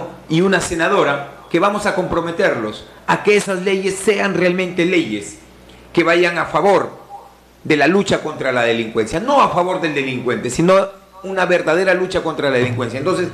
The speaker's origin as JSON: {"language": "Spanish", "region": "Piura", "country": "Peru", "tie": "born there", "also_born_or_lived": "Tambo Grande, Piura", "said": "parte de mi niñez la pasé aquí en Tambo Grande. Si bien es cierto, yo nací en el asentamiento humano Pachité en Piura, barrio al costado del mercado de Piura, ¿no? Pero parte de mi niñez, casi dos, tres años, la pasé aquí en Tambo Grande, exactamente en el Valle de los Incas"}